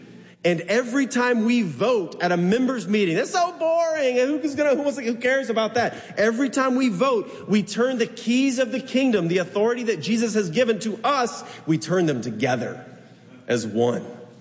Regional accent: United States

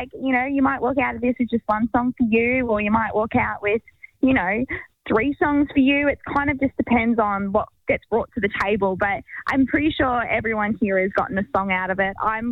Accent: Victoria, Australia; moved away; I lived in Victoria all my life

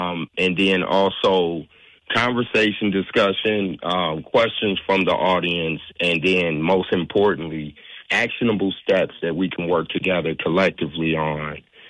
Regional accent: Gary, Indiana, United States; about him and I growing up in Gary, how we found our way to get on the right path

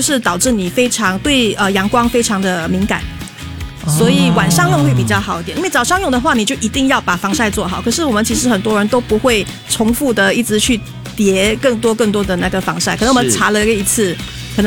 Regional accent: Singapore; 因为身为一个新加坡人哦

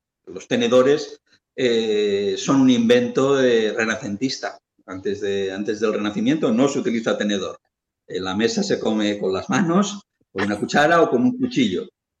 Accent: Lleida, Catalonia, Spain; una excavación cerca de Lleida, que es de donde yo soy.

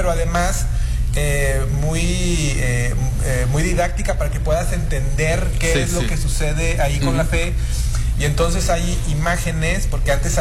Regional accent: Parras de la Fuente, Coahuila, Mexico; a los de Parras nos los dan desde el biberón.

